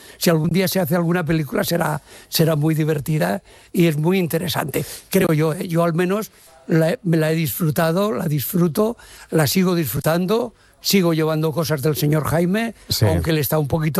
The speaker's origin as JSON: {"language": "Spanish", "town": "Jumilla", "region": "Region of Murcia", "country": "Spain", "tie": "born there", "said": "Yo soy de Jumilla, decir algo."}